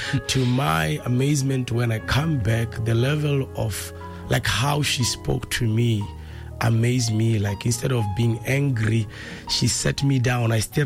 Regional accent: Letlhakane, Central District, Botswana; moved away as an adult; also born or lived in Orapa / Malaysia; But I grew up in Letlhakane, La Orapa. And my mother was part of the Assemblies of God Church.

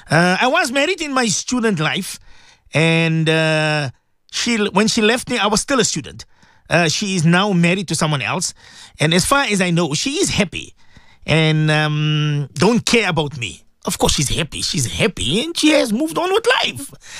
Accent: Johannesburg, Gauteng, South Africa; I'm from Johannesburg North.

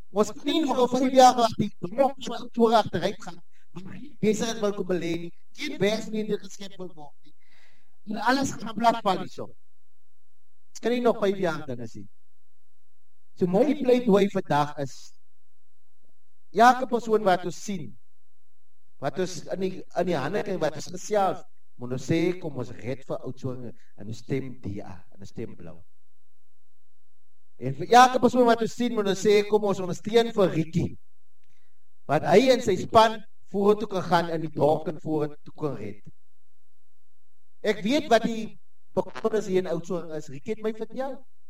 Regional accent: Hessequa, Western Cape, South Africa; Ek kom van Hessequa, maar ek het een beetje te vinnig gereed hierna toe

